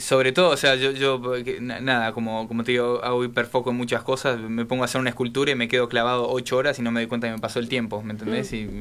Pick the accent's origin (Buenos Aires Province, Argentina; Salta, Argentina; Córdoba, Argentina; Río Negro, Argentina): Salta, Argentina; Todo, yo como digo siempre soy primero salteño y después argentino, ¿no?